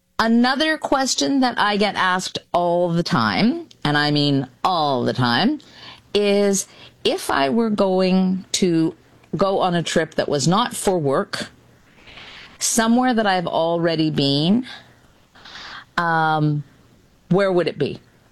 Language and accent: English; Canada; I'm incredibly proud to be Canadian, never more so than right now.